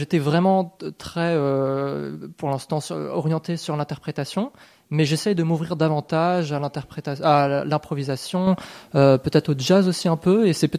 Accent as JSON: {"language": "French", "town": "Blois", "region": "Centre-Val de Loire", "country": "France", "tie": "born or raised there", "said": "Alors, moi, je suis originaire donc, de Blois, donc c'est pas très loin."}